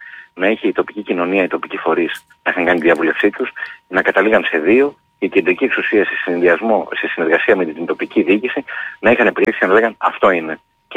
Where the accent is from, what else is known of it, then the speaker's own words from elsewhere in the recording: Central Greece, Greece; Η καταγωγή μου είναι από τη Σερρέα Ελλάδα, Ρουμελιώτης.